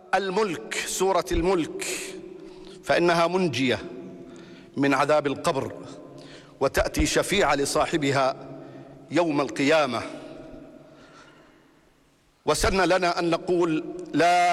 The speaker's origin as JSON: {"language": "Arabic", "country": "Jordan", "said": "بلدنا الأردن"}